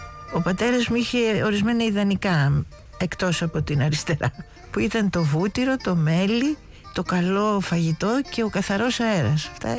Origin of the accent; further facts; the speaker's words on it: Athens, Attica, Greece; Ο πατέρας μου ήταν από τη Θράκη και η μητέρα μου από τη Σικιά της Λακωνίας. Αλλά γεννήθηκα στην Αθήνα και περπάτησα πάρα πολύ και ως μικρό παιδί με τον πατέρα μου στο κέντρο.